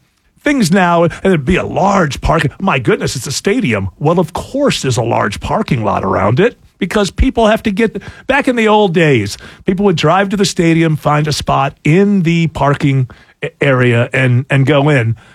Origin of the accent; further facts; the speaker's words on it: Roswell, Georgia, United States; I'm an American. I'm proud of that. I'm Georgian. I'm proud of that. I'm Roswell. I'm proud of that.